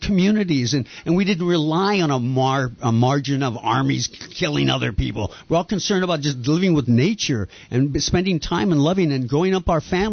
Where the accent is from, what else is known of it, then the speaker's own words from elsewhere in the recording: the South, United States; also born or lived in Texas / Florida; I grew up in the South.